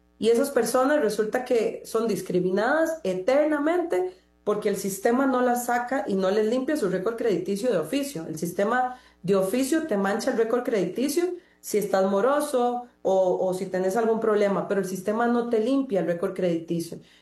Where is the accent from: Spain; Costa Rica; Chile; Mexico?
Costa Rica; qué puedo hacer yo hoy como costarricense